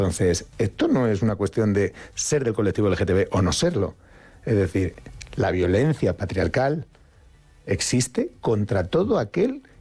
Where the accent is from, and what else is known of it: Getafe, Community of Madrid, Spain; born or raised there